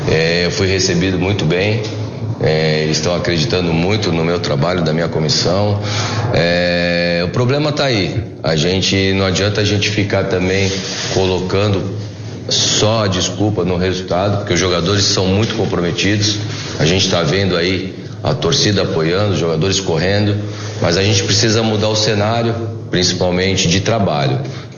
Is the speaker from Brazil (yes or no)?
yes; São Paulo, Brazil; cara, eu sou aqui de São Paulo, né? O que me trouxe vir aqui para Ponte Preta é o desafio.